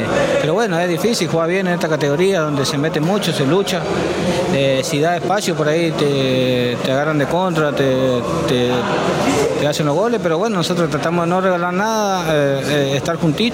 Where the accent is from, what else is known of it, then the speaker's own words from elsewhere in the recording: Chaco, Argentina; La verdad que yo soy del Chaco